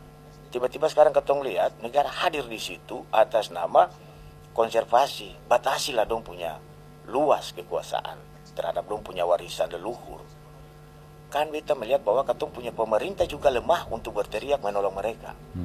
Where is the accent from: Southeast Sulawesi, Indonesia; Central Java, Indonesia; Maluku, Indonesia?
Maluku, Indonesia; Katong ini yang tinggal di Maluku, yang mesti jaga Maluku.